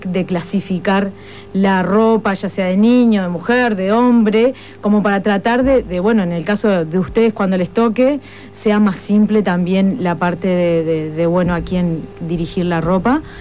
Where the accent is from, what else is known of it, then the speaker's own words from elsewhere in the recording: Maldonado, Uruguay; moved away as an adult; also born or lived in Montevideo; Particularmente yo soy de Maldonado, si bien hasta ahora estaba en Montevideo y me vine para este proyecto